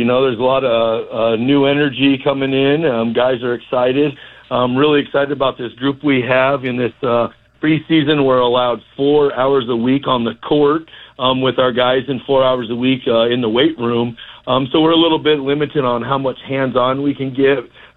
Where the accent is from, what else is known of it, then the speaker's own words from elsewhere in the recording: Nebraska, United States; growing up in Central Nebraska